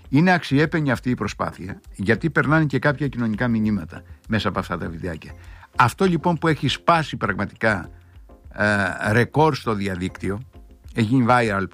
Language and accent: Greek; Crete, Greece; Ναι, έχουμε μια μητριαρχική οικογένεια στην Κρήτη